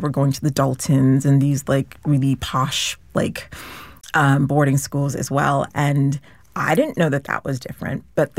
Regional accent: Shrewsbury, Massachusetts, United States; Growing up, I grew up in Massachusetts in a very small town, Shrewsbury, Massachusetts.

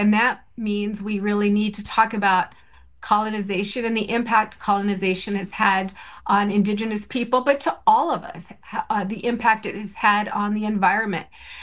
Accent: California, United States

